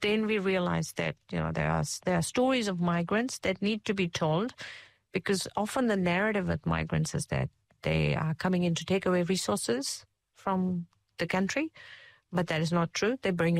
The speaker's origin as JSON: {"language": "English", "country": "India", "moved": "yes", "lives_now": "New Zealand", "said": "And so for me, when I came from India back in 2007, I think I came from one of the biggest and the busiest cities"}